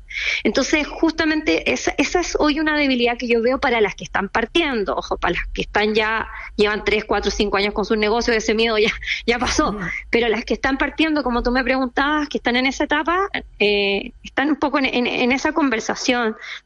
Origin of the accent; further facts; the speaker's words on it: Puerto Montt, Los Lagos, Chile; also born or lived in Temuco, Chile / Argentina; now in Santiago, Chile; Soy de Puerto Montt, nací allá, estudié en Temuco, después estudié en Argentina, llegué a Santiago a los 22 años conociendo a nadie